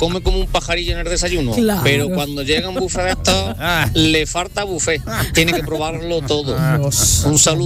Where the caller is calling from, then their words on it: Andújar, Andalusia, Spain; de Andújar.